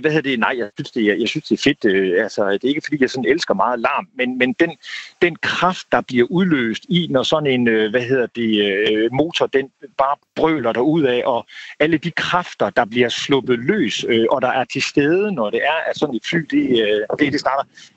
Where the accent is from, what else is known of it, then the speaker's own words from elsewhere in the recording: Karup, Central Denmark Region, Denmark; jeg er opvokset i Karup, lidt længere nede i Jylland, og der boede vi lige ved siden af flyvestationen, og min far var tekniker.